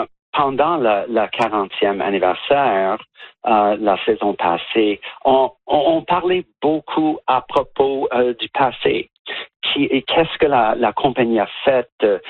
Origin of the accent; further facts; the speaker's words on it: New Brunswick, Canada; moved away; je suis actuellement, je vous parle du Nouveau-Brunswick, là d'où je viens. Je suis là en vacances pour voir la famille.